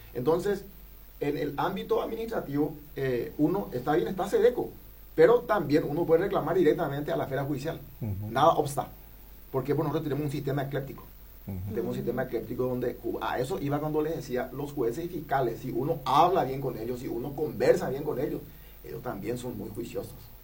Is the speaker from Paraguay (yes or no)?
yes; Paraguay; nosotros los paraguayos